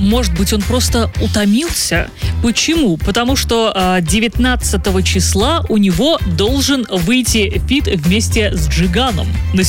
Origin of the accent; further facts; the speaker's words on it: Belarus; ну мы же белорусы